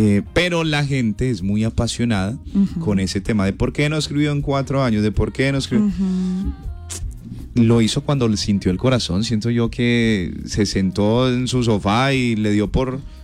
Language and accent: Spanish; Colombia; Lo que nos falta en Colombia